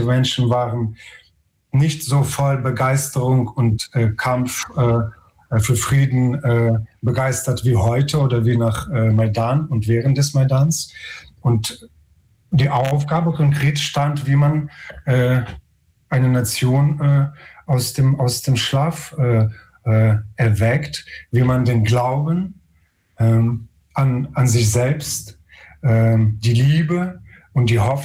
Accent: Lviv, Lviv Oblast, Ukraine; in Lemberg, in Lviv, in meiner Heimatstadt, das erste Mal auf der Bühne.

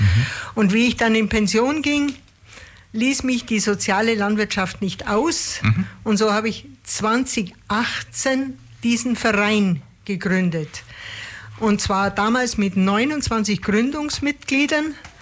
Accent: Türkheim, Bavaria, Germany; born there; Der ist genau in der Gemeinde Türkheim im Ortsteil Irsingen, einer kleinen Gemeinde, wo ich geboren bin.

